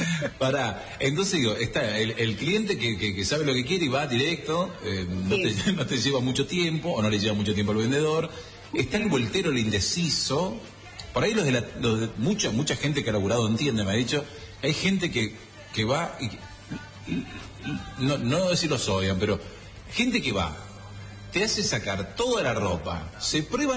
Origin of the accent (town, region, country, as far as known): Malargüe, Mendoza, Argentina